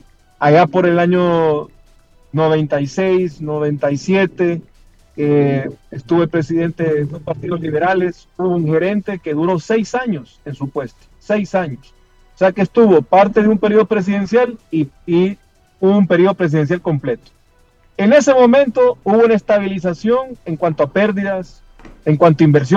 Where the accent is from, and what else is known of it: Honduras